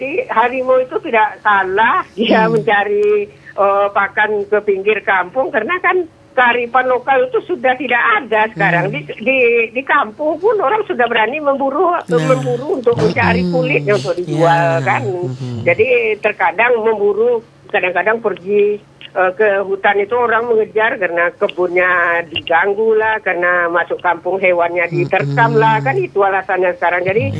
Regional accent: Inuman, Riau, Indonesia; now in Pekanbaru, Indonesia; saya ingat masa kecil tinggal di kampung di Kecamatan Inuman.

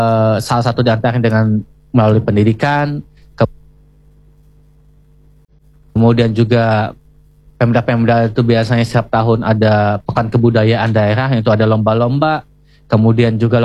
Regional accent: Lampung, Indonesia; Bagaimana kemudian penutur yang lain akan berbahasa Lampung kalau kita orang Lampung saja enggan dan malu untuk menggunakan bahasa Lampung.

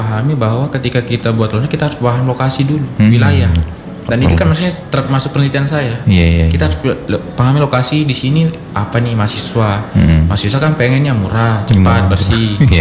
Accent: Malang, East Java, Indonesia; Kalau saya asli apa lahir di Malang Pak.

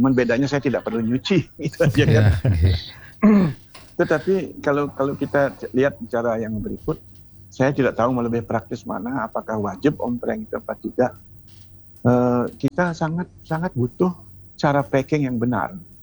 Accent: Bangli, Bali, Indonesia; moved away; kampung saya di Bangi

